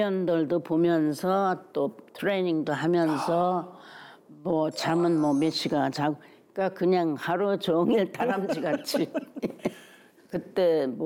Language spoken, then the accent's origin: Korean; South Korea; moved away; also born or lived in New York / India